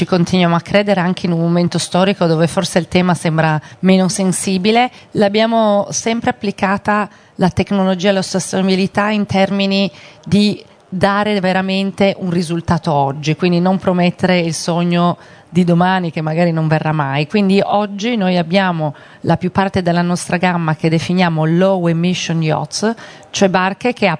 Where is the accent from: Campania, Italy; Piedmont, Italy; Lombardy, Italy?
Piedmont, Italy; Turin; conoscenti con un piccolo ufficetto a Torino, noi siamo torinesi.